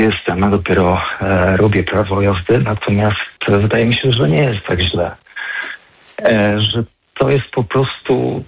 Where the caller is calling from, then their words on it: Kraków, Lesser Poland, Poland; ja mieszkam w Nowej Hucie i mieszkam na pierwszym piętrze.